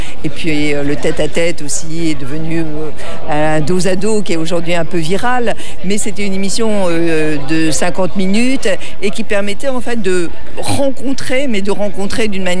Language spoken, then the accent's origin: French; Brittany, France